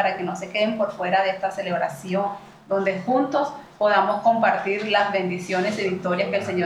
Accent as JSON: {"language": "Spanish", "country": "Colombia"}